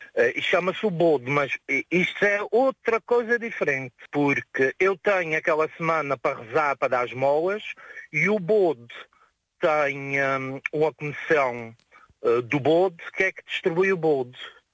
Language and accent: Portuguese; Terceira Island, Azores, Portugal; born there; Os meus pais, eu, os meus irmãos, nascemos cá na Ilha Terceira. Mas primeiro vieram os meus avós, depois os meus pais, da Madeira, da Ilha da Madeira.